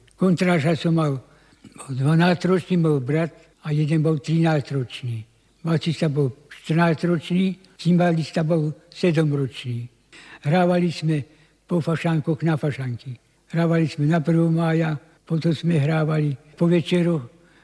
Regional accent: Myjava, Trenčín Region, Slovakia; U nás na Myjave, keď som chodil do školy prvý rok

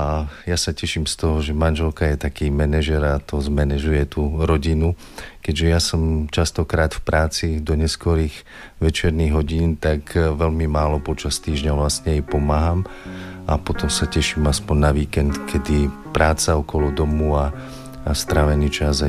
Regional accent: Kľušov, Prešov Region, Slovakia; moved away as an adult; now in Osečovce, Slovakia; ja som rodák z krásneho Šariša a prišiel som po vysokej škole pracovať do Osečoviec.

